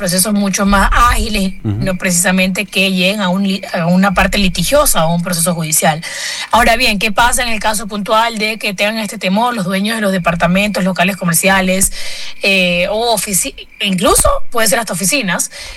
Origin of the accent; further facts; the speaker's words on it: Los Ríos, Ecuador; moved away as an adult; now in Quito, Ecuador; Yo no soy de Quito, yo soy de la provincia de Los Ríos.